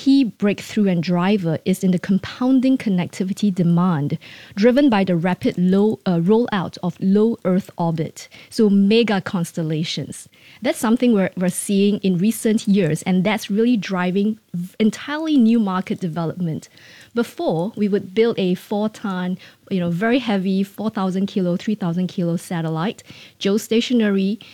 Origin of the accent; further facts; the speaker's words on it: Singapore; I do realize, as someone working in the space industry and as a Singaporean, that is a very big step forward and a particularly meaningful one.